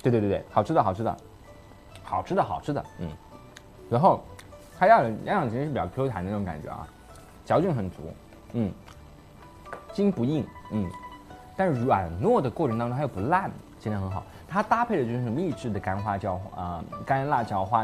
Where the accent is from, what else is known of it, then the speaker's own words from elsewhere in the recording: Sichuan, China; 我就是四川人，我吃一盏灯我也辣哭，我也要蘸水。